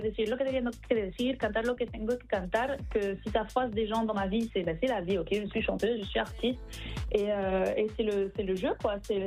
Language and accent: French; Haiti; en fait je viens d'Haïti mais j'ai une réalité relativement privilégiée on va dire là-bas